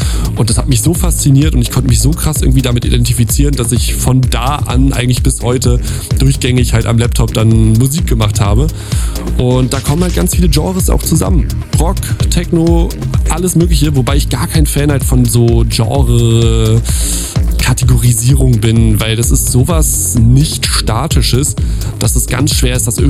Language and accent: German; Cologne, North Rhine-Westphalia, Germany; und dann haben wir da als Kölner einen Rave irgendwie auf die Beine gestellt am 1. Mai